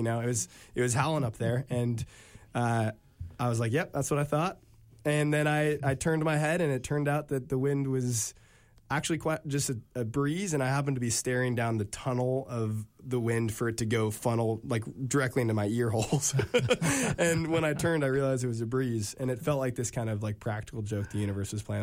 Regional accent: the Bay Area, California, United States; I'm from the Bay Area.

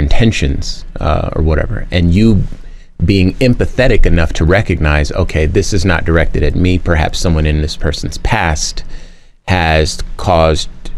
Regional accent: Compton, California, United States; I've lived a life that I You know, I'm from Compton.

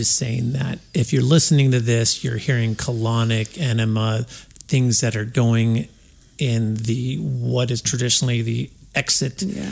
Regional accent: Los Angeles, California, United States; moved away; I grew up in Los Angeles

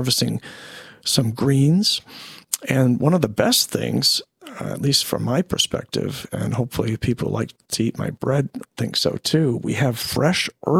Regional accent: Dearborn, Michigan, United States; as a kid growing up in Dearborn, Michigan.

